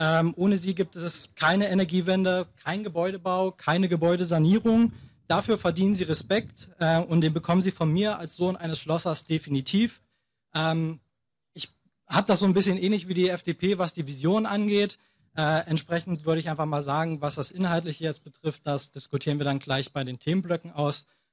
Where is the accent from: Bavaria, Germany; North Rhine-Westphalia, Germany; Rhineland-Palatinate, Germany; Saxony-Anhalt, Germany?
Saxony-Anhalt, Germany; Wittenberg; ich bin 23 Jahre alt. Ich komme ursprünglich aus Lutherstadt Wittenberg, habe dort auch mein Abitur gemacht vor 5 Jahren, bin danach erstmal zur Bundeswehr gegangen und vor 2 Jahren dann zurück aufgrund der Liebe nach Mainzdorf gezogen.